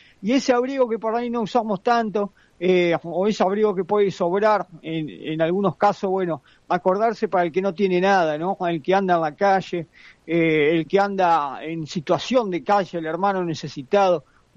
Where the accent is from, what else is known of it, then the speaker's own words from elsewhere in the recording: Argentina; tratemos de nosotros, como pueblo argentino, que está forjado en los valores nacionales, en la cultura nacional del trabajo